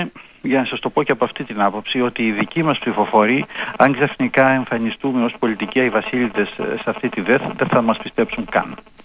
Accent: Greece; ως Έλληνας πολίτης τώρα μιλώντας

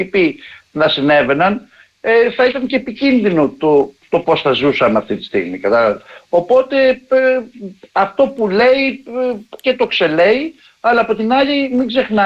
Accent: Greece; σαν Έλληνες που έχουμε το στόλο

